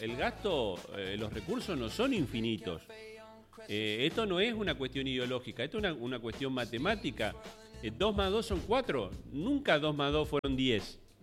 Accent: Argentina

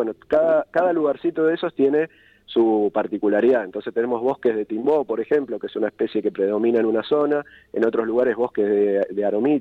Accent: Santa Fe, Argentina; moved away as an adult

